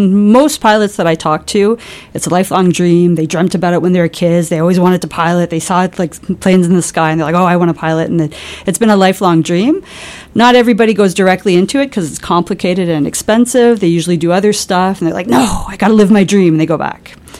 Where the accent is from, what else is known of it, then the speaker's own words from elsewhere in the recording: Saguenay, Quebec, Canada; I come from Saguenay, Quebec, where the Bagotville Air Force is.